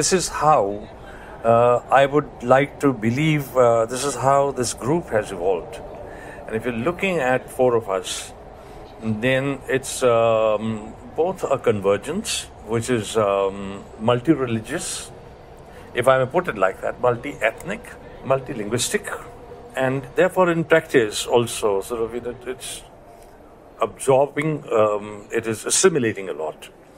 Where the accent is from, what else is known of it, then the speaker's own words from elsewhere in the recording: Delhi, India; also born or lived in Punjab; So when I was born in Punjab, I landed up in Delhi as a child, and it is a refugee colony where everyone is suspicious of everyone else.